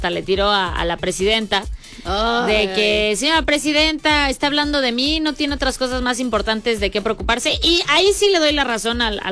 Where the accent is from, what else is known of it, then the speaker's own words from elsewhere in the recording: Mexico; siendo mexicano